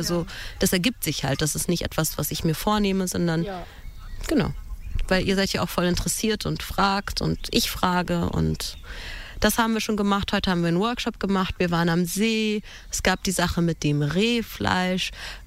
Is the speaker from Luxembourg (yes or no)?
no; Ethiopia; moved away; ich bin aus Äthiopien. Ich bin dort geboren und aufgewachsen